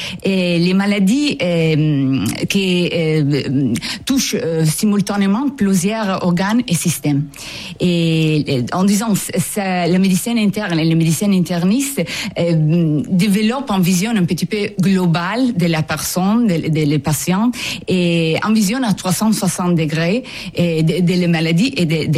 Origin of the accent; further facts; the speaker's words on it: Italy; French is a second language; Oui, je suis italienne.